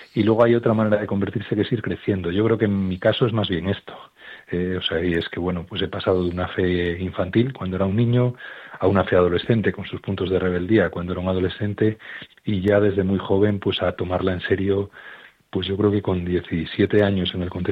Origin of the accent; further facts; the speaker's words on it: Oviedo, Asturias, Spain; born there; soy jesuita, soy asturiano